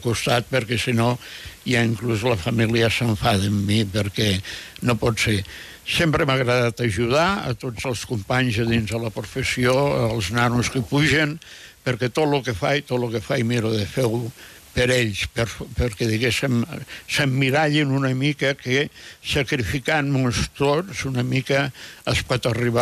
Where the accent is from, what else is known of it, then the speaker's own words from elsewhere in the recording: Alguaire, Catalonia, Spain; born there; Al Guaire fèiem arròs, jo he plantat arròs amb les meves mans